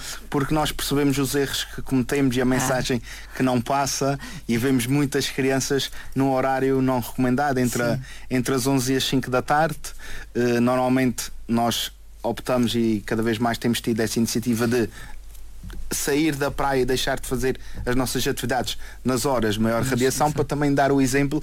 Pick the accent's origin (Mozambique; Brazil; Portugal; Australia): Portugal; Azores; moved away; eu vim dos Açores, que eu sou açoriano